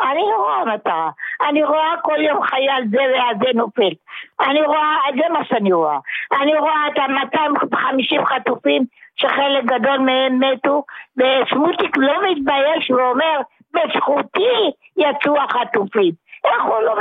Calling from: Holon, Tel Aviv District, Israel; אני מחולון.

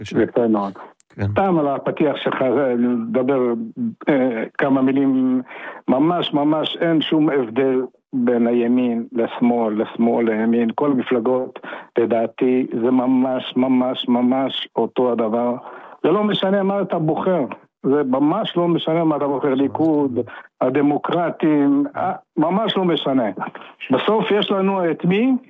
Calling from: Jerusalem, Jerusalem District, Israel; אני מירושלים.

